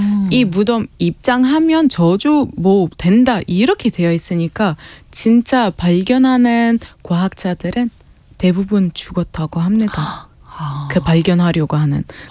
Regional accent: Egypt; moved away; 예, 이집트 사람으로서 예, 예. 자부심이 아주 많이 느껴지고

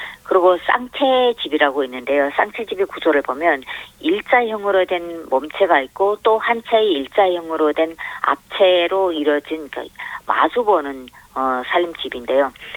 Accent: Ryanggang, North Korea; 저는 양강도의 산골에서 태어나서 성장을 했는데요.

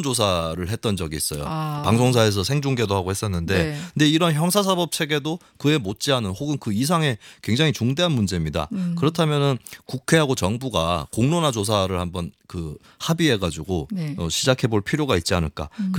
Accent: Gyeongsang, South Korea; 그러니까 제가 경상도 출신인데요.

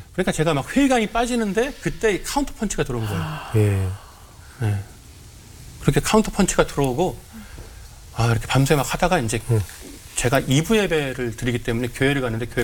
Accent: Chuncheon, Gangwon, South Korea; 제가 고향이 강원도 춘천인데

